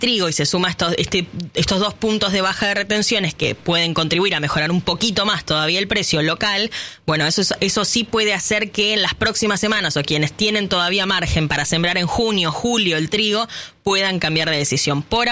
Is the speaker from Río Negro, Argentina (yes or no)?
no; Carlos Tejedor, Buenos Aires Province, Argentina